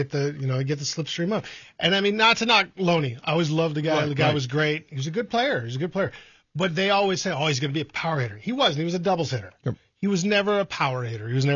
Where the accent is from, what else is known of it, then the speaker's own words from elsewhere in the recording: Los Angeles, California, United States; I grew up in California.